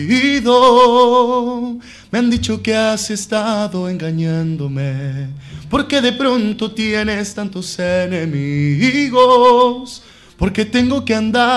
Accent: Chile; vengo de familia tradicional de circo. Yo soy cuarta generación de familia circense. Yo soy chileno.

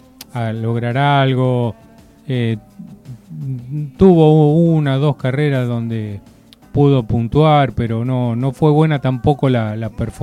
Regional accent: Argentina

